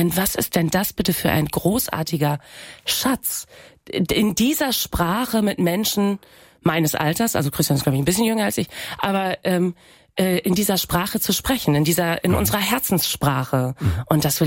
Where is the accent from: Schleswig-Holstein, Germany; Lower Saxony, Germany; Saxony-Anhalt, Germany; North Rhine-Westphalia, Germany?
Lower Saxony, Germany; Weil ich komme aus einem plattdeutschen Haushalt. Mhm. Natürlich, also ich komme aus Ostfriesland. Ja, das Plattdeutsch ist ein anderes.